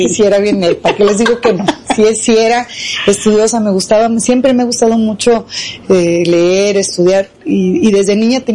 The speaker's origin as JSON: {"language": "Spanish", "town": "Guadalajara", "region": "Jalisco", "country": "Mexico", "tie": "born or raised there", "said": "yo soy de aquí de Guadalajara, nací en una familia de tres"}